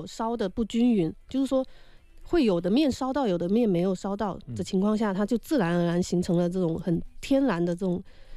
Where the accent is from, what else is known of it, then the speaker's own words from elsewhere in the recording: Fujian, China; 咱们闽南特有的闽南红